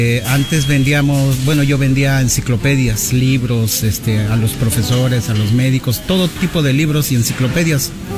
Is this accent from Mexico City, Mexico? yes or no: no; Nezahualcóyotl, State of Mexico, Mexico; moved away as an adult; now in San Bartolo Tutotepec, Mexico; Yo soy del Estado de México, de Ciudad Nezahualcóyotl. Yo llegué aquí a San Bartolo en 1990. Aquí llegué soltero.